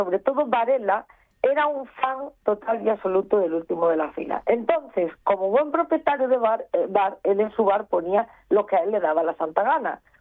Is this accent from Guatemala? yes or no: no; Boal, Asturias, Spain; todos los que crecimos en el Xuba, que era un bar muy pequeño, con olor a humedad y que tenía las baldosas blancas y negras, y donde el 90% de los boaleses dimos el primer morreo